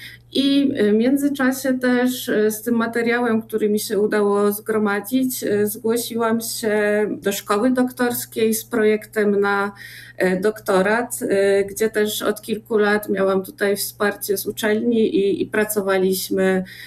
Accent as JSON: {"language": "Polish", "region": "Subcarpathian Voivodeship", "country": "Poland", "moved": "as an adult", "lives_now": "Kraków, Poland", "said": "ja wywodzę się ze środowiska, które nie jest w żaden sposób artystyczne, z mniejszej miejscowości, ze wsi niedaleko Dębicy, Tarnowa na Podkarpaciu."}